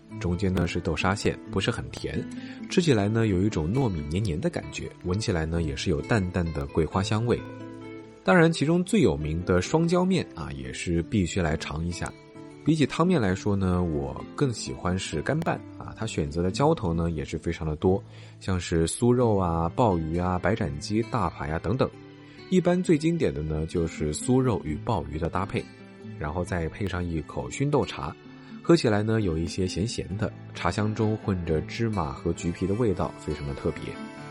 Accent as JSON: {"language": "Chinese", "region": "Jiangxi", "country": "China", "tie": "born or raised there", "said": "虽然是在我的老家"}